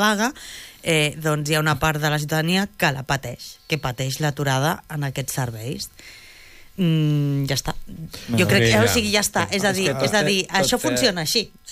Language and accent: Catalan; Badia del Vallès, Catalonia, Spain; Jo soc de Badia del Vallès, eh?